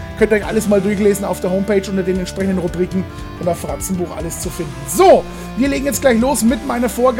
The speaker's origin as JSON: {"language": "German", "region": "Bavaria", "country": "Germany", "said": "dreiviertel sechs, wie man bei uns in Franken sagt"}